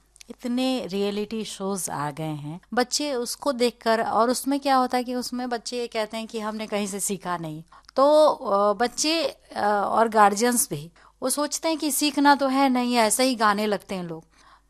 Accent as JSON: {"language": "Hindi", "area": "Araria district", "region": "Bihar", "country": "India", "tie": "born there", "said": "हमारा जन्म हुआ अररिया जिले में।"}